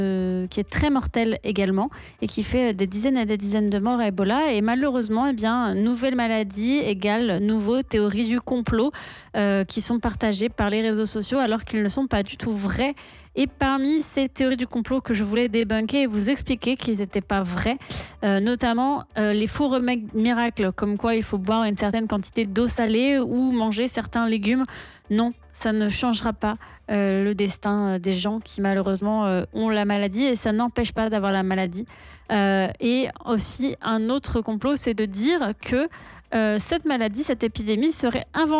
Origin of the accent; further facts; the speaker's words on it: France; Parce que bon, vous l'entendez à mon accent, je suis française, mais j'ai un petit intérêt quand même pour la Norvège.